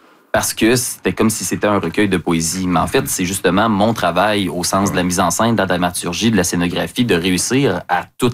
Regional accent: Lévis, Quebec, Canada; Après avoir passé toute mon enfance à Lévis

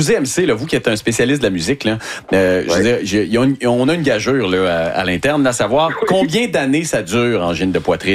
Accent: Quebec, Canada; Je viens un peu de Québec. Vous savez, quand on vient du Saguenay-Lac-Saint-Jean, Québec, c'est la première ville qu'on visite et dans laquelle on habite.

